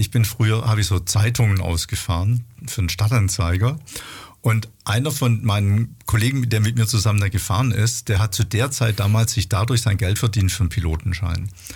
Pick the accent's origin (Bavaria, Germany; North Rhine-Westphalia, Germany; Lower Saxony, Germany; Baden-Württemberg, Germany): Baden-Württemberg, Germany; Rottenburg; Ich komme aus der Ecke Rottenburg.